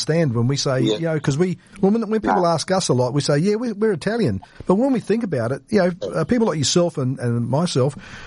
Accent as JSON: {"language": "English", "country": "Australia", "said": "our families have been here since the 1920s. Like my grandparents came in here for 20s as well. Yeah. And we're more Australian."}